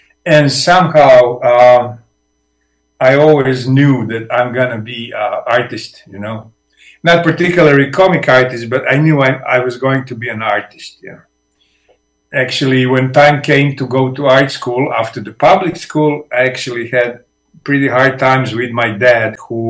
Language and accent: English; Zagreb, City of Zagreb, Croatia; Because I grew up in the Zagreb, at the outskirts, in some working class buildings. Today it was like wide center of the city, but back there it was like outskirts, like far